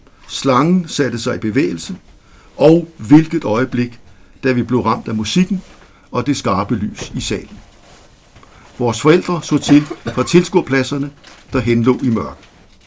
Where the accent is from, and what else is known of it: Rødovre, Capital Region of Denmark, Denmark; born there; also born or lived in Værløse